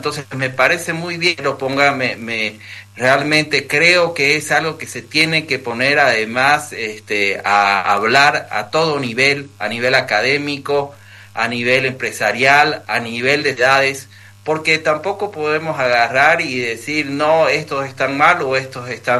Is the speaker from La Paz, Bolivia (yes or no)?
yes; La Paz, Bolivia